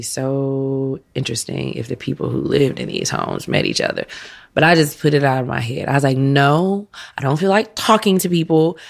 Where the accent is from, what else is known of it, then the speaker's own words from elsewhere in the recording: Chicago, Illinois, United States; I am from Inglewood, Southside Chicago, born, raised. It's home.